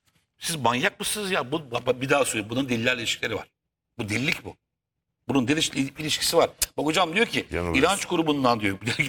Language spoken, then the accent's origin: Turkish; Istanbul, Turkey; Sırf CHP %85 oy olan Caddebostan'da büyüdüm diyeyim. Hadi göstereyim ben.